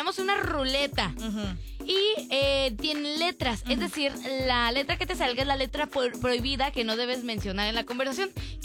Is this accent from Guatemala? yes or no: no; Tijuana, Baja California, Mexico; born there; Yo soy de aquí, de Tijuana.